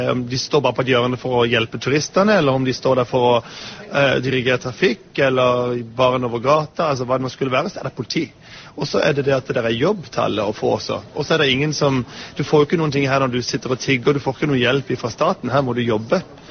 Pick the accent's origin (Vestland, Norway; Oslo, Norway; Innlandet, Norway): Oslo, Norway; now in New York, United States; Det mye farligere hjemme I Oslo.